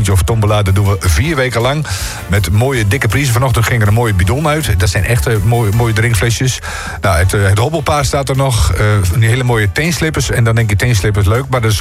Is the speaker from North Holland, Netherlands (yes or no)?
no; Drenthe, Netherlands; ik ben een echte Drent.